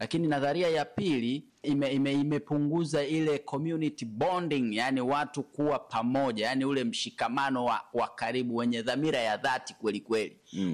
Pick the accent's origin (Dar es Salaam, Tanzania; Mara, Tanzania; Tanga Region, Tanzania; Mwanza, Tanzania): Dar es Salaam, Tanzania; Mbezi; kutoka Mbezi.